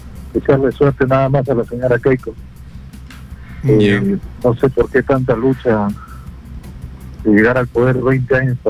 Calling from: Peru; como peruano

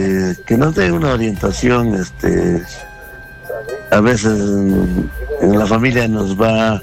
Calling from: Andahuaylas, Apurímac, Peru; Llamo desde Andahuaylas

